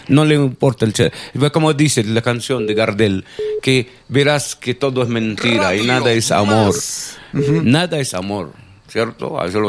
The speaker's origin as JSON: {"language": "Spanish", "country": "Peru", "said": "yo soy peruano también."}